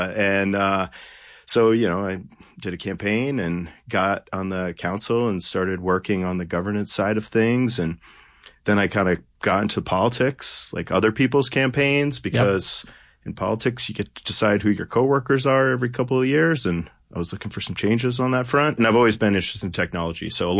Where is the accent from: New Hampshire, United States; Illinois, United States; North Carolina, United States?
New Hampshire, United States; Concord; I grew up in Concord, New Hampshire.